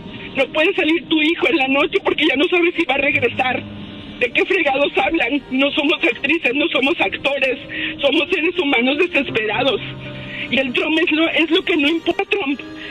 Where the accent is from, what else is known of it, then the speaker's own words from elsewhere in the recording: Mexico; moved away; Yo soy mexicana, estoy aquí por una situación que me pasó